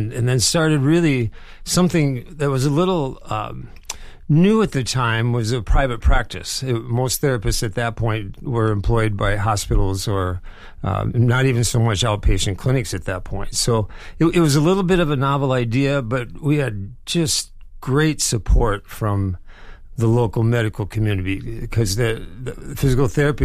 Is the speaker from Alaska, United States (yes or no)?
no; Decorah, Iowa, United States; born or raised there